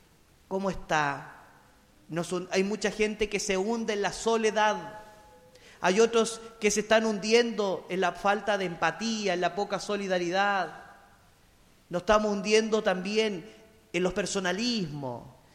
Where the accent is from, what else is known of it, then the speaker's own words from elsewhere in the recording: Chile; todos somos chilenos